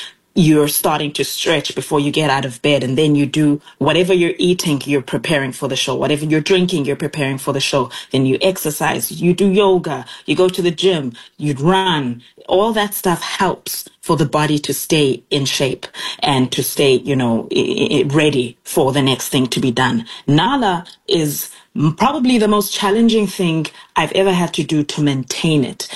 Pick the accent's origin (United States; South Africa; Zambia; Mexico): South Africa; first language Xhosa; English is a second language; really came in handy because as South Africans, we're primed to learn other languages. So I speak, my native language is Xhosa, the same language that was spoken by Nelson Mandela … …